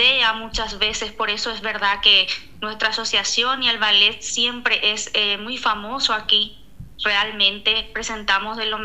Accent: Paraguay; now in Spain; actualmente, somos muchísimos paraguayos

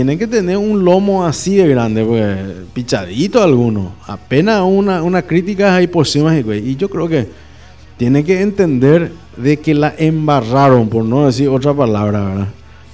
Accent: Paraguay

